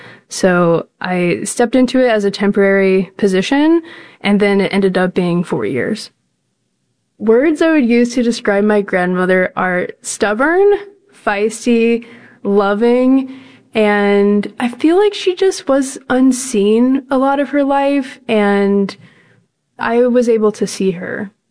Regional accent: St. Louis, Missouri, United States; I'm from St. Louis, Missouri.

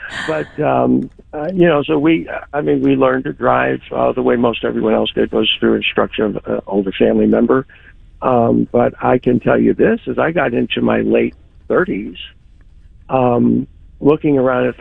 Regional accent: Black Jack, Missouri, United States; I grew up in North County, St. Louis, in a municipality called Blackjack.

